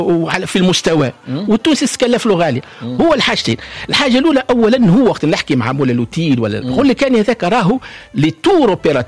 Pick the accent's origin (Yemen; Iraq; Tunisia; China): Tunisia; فما ناس تختار باش تمشي موضة جديدة عندنا في تونس هما لي ميزون دوت